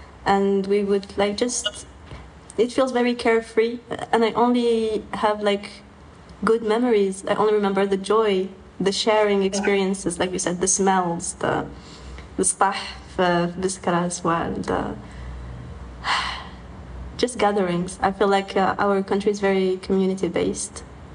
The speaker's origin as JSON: {"language": "English", "town": "Algiers", "region": "Algiers Province", "country": "Algeria", "tie": "born or raised there", "said": "even though I was born in Algiers and I've lived all my life in Algiers, my dad, la yarhamhu, is from Biskra. And my mom is from Dia"}